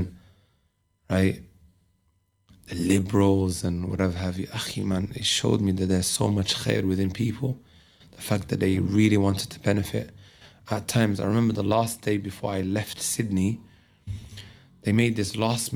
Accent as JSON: {"language": "English", "town": "Leicester", "region": "East Midlands", "country": "United Kingdom", "said": "I'm from Leicester, but I come visit her from time to time."}